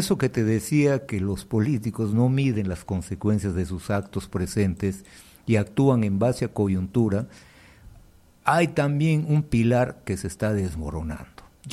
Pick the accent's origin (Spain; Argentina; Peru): Peru; nosotros, como peruanos